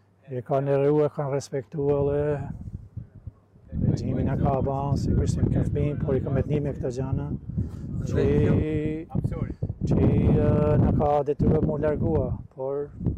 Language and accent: Albanian; Hot, Shkodër County, Albania; moved away; Unë jam prej Malsis madhe, por jam prej Hotit.